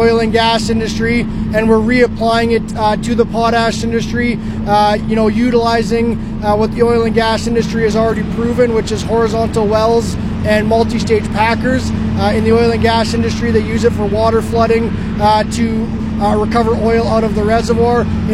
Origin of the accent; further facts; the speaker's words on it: Saskatoon, Saskatchewan, Canada; because we're from Saskatchewan and Saskatoon and we're from the area